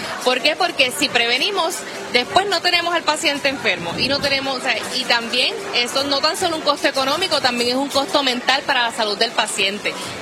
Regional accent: Aguadilla, Puerto Rico; Yo soy de Aguadilla. Bueno, yo vivo en Camaselles

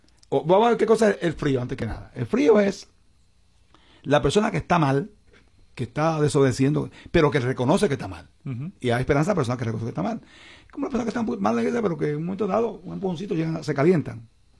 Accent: Puerto Rico; also born or lived in Cidra / Quebradillas; Yo soy de Sidra, soy sidreño, soy quebradillano, soy puertorriqueño de Puerto Rico.

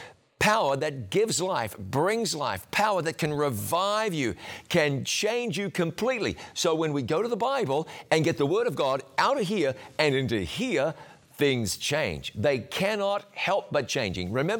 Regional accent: New Zealand; I grew up in New Zealand, a beautiful country that sits right on the Pacific Ring of Fire.

